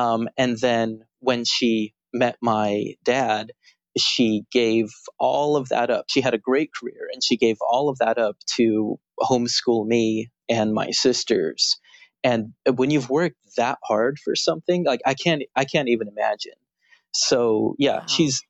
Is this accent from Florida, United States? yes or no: no; San Diego, California, United States; moved away as an adult; also born or lived in San Francisco / Orange County; now in Nashville, United States; I was born in San Francisco, and I spent most of my life in San Diego, California.